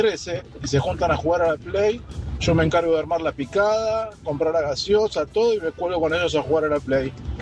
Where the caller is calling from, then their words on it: Morón, Buenos Aires Province, Argentina; soy de Morón, tengo 41 años. Y tengo un hijo de 13 y una nena de 7.